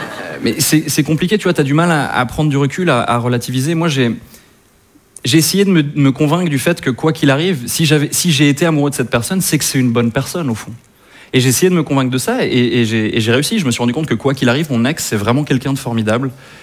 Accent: Switzerland; Et effectivement, je suis suisse. Ça surprend les Parisiens parfois quand j'explique que je suis suisse

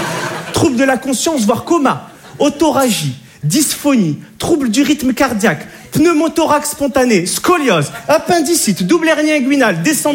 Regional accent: Monte Carlo, Monaco; Et je suis de Monaco, Monte Carlo.

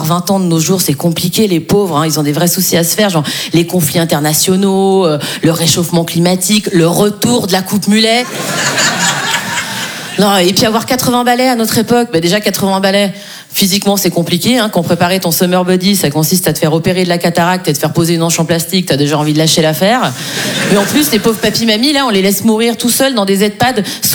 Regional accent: Switzerland; now in Paris, France

